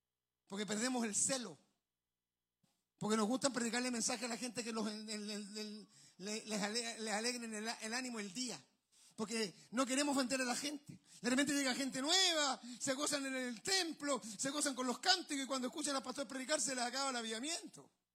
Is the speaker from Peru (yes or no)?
no; Chile; Yo soy chileno, nosotros no somos judíos